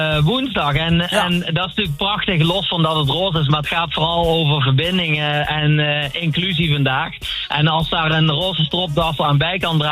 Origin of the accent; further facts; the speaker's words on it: Wijchen, Gelderland, Netherlands; born there; Dus niet in Nijmegen zelf, maar in mijn geboorteplaats Wijchen.